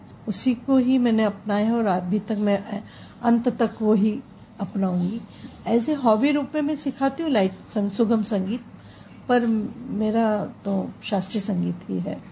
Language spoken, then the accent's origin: Hindi; Bhopal, Madhya Pradesh, India; मैं भोपाल से हूँ